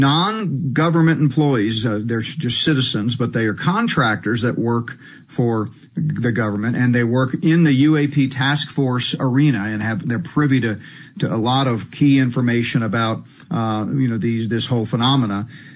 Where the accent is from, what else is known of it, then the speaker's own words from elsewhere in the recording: Colorado, United States; A congresswoman from my home state, Colorado, said on a podcast back in May